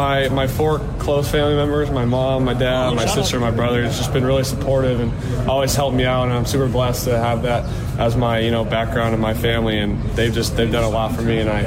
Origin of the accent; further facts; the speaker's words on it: California, United States; moved away; coming back home, my hometown.